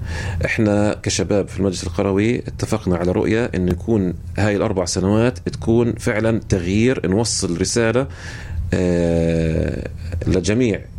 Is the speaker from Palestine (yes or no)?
yes; Beitin, Ramallah and al-Bireh Governorate, Palestine; إحنا عندنا في بيتين